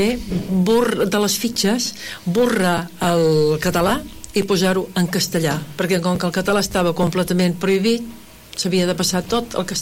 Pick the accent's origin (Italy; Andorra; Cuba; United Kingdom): Cuba; Guantánamo; vaig néixer a Cuba. El meu pare era un dels sitgetans que tant generaven en aquella època a Cuba. I vaig néixer a Guantánamo